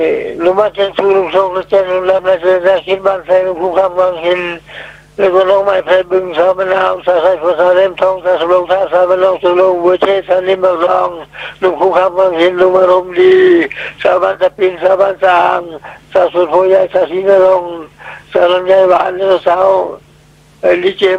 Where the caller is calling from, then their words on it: Kukhan, Sisaket, Thailand; ผมมาจากศรีสะเกดมาจากอำเภอคูขันบ้านแพงจังหวัดศรีสะเกดครับ